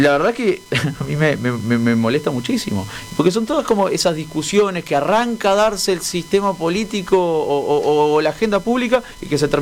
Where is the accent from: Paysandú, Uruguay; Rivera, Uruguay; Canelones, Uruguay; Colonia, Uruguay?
Rivera, Uruguay; born there; now in Montevideo, Uruguay; porque nací en Rivera y porque me tuve que venir a Montevideo por una cuestión de oportunidades, qué distinto sería el Uruguay si el tramo Rivera-Montevideo se pudiera hacer en 45 minutos, una hora